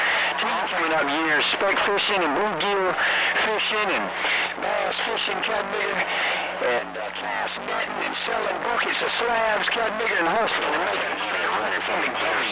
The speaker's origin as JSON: {"language": "English", "town": "Canal Point", "region": "Florida", "country": "United States", "tie": "born or raised there", "said": "My hometown is Canal Point."}